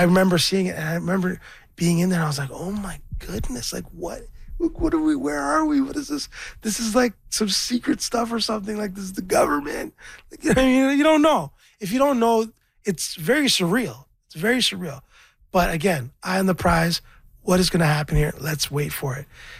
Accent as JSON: {"language": "English", "town": "Scarborough", "region": "Ontario", "country": "Canada", "said": "I'm from Scarborough. I'm a rapper."}